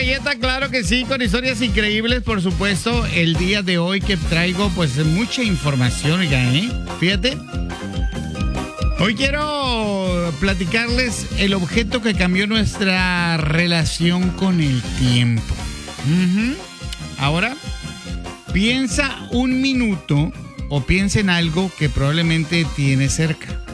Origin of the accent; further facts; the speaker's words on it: Moctezuma, Sonora, Mexico; Yo me acuerdo cuando era morrito, sí, porque una vez fui morrito, déjeme decirle, en mi pueblo de Tangamandapio, allá, Moctezuma, Sonora